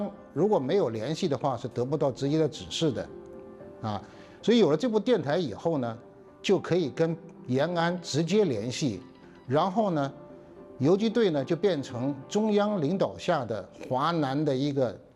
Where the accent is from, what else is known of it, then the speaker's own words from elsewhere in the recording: New Territories, Hong Kong; 这里是石水涧村，是我的老家。